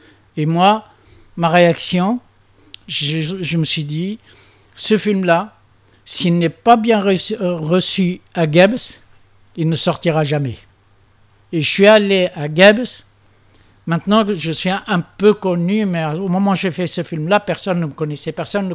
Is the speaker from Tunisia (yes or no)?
yes; Tunisia; moi, quand je suis tunisien, je suis fier d'être tunisien, pas pour des raisons nationalistes, parce que justement, c'est mon pays